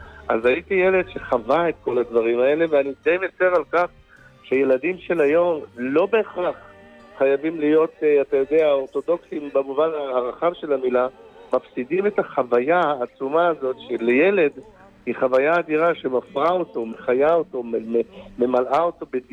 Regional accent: Jerusalem, Jerusalem District, Israel; כילד, ובבית שלנו בירושלים, זה בית מאוד מאוד מאוד מסורתי.

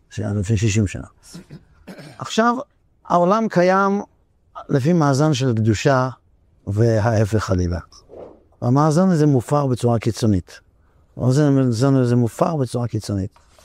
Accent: Netanya, Central District, Israel; אני גדלתי בנתניה, היינו משפחות חרדיות בודדות

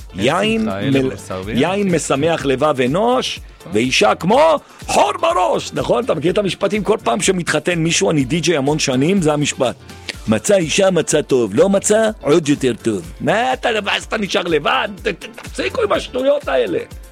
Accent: Jerusalem, Jerusalem District, Israel; ירושלמי לירושלמי

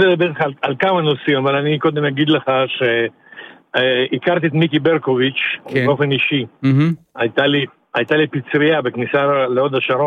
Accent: Poland; also born or lived in Russia; now in Israel; מפולניה, כן. מרוסיה דרך פולניה, אבא שלי הפולני, אז הגענו דרך פולניה לארץ.

